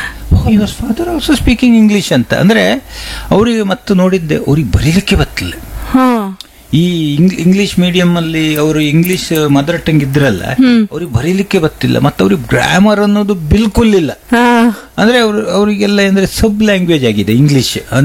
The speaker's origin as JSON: {"language": "Kannada", "region": "Karnataka", "country": "India", "tie": "born there", "said": "ನಮ್ಮನೆ ಎದುರು ಒಂದು ದೊಡ್ಡ ಹೊಳೆ, ಹಾಲಡಿ ಹೊಳೆ ಅಂತ"}